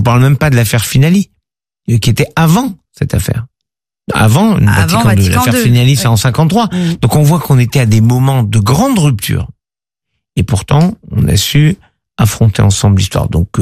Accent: France

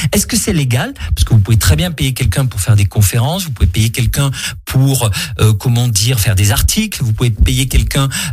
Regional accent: France; Oui, parce que je suis français aussi.

